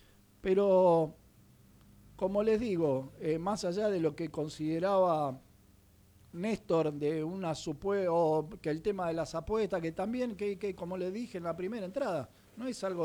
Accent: Uruguay; moved away; como decimos allá en mi pueblo, en Uruguay

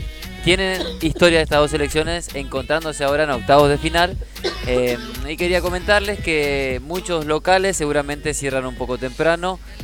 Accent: Argentina; nosotros somos nosotros, los argentinos

